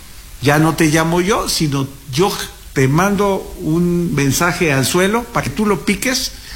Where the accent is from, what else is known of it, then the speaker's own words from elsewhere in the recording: Mexico; como las mexicanas y mexicanos ya tenemos la sana costumbre de no contestar un número que no conocemos